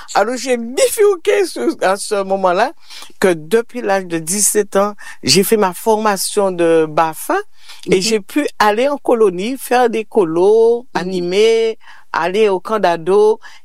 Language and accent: French; Petit-Canal, Guadeloupe; moved away as an adult; Eh bien, petite fille, je suis guadeloupéenne. J'ai été élevée dans une petite commune de la Guadeloupe qui est la Petit Canal.